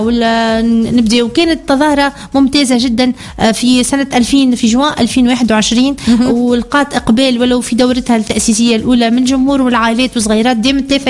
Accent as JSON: {"language": "Arabic", "town": "Sfax", "region": "Sfax Governorate", "country": "Tunisia", "said": "في بلدي صفاقس"}